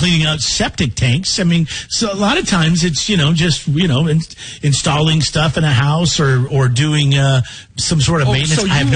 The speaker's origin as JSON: {"language": "English", "region": "Washington", "country": "United States", "tie": "born or raised there", "said": "I grew up in Washington State, it'd be raining and cold"}